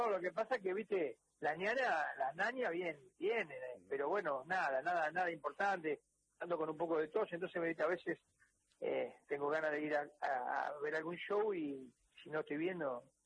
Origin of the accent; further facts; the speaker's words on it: Argentina; yo como argentino estoy agradecido